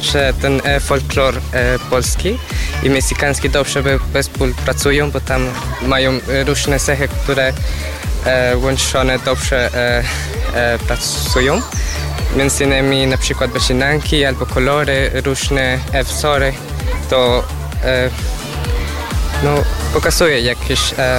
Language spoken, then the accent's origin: Polish; Colombia; Polish is a second language; now in Wrocław, Poland; ja jestem z Kolumbii